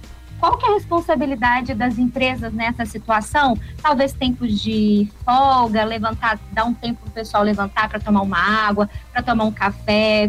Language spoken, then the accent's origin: Portuguese; Brazil; Existe algum outro tipo de situação mental que também tem colocado nós enquanto brasileiros, vamos colocar desse recorte também, em situação de preocupação